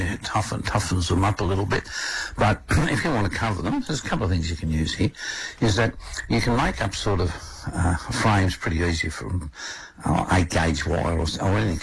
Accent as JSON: {"language": "English", "town": "Orange", "region": "New South Wales", "country": "Australia", "said": "You know, I'm from Orange, mate. You know, we're tough."}